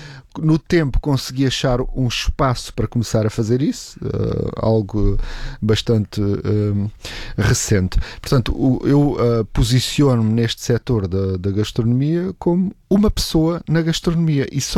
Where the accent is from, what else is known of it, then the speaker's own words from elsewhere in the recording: Algarve, Portugal; moved away as an adult; now in Lisbon, Portugal; Então, eu vim lá do Algarve para Lisboa para estudar Direito